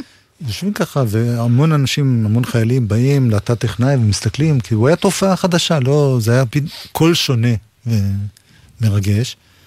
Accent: Jerusalem, Jerusalem District, Israel; אני ירושלמי מבית הרוס. בסדר, תקראי לי זה, כי במקרה גרתי ברחביה.

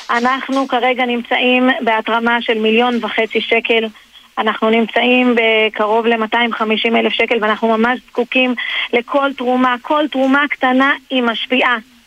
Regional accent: Northern District, Israel; נכון מאוד, אנחנו גרים בנטור. שחר הגיע לפה בגיל 3, ואנחנו גדלנו בגולן, גם אני וגם בעלי, ואנחנו לגמרי בני בית פה.

